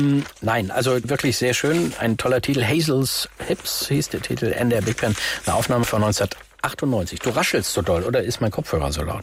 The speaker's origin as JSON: {"language": "German", "country": "Netherlands", "said": "also komme ich übrigens aus den Niederlanden"}